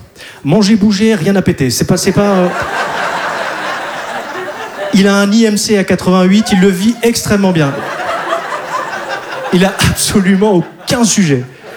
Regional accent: Hauts-de-France, France; moi je viens du Nord.

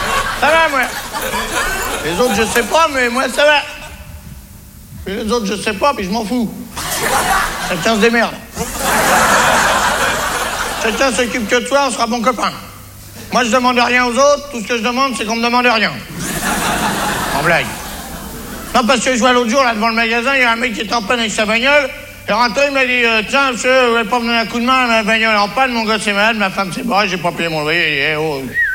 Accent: France

